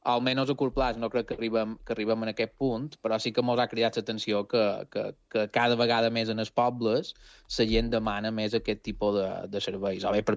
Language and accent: Catalan; Campos, Balearic Islands, Spain; com tu has dit, nosaltres som de Campos.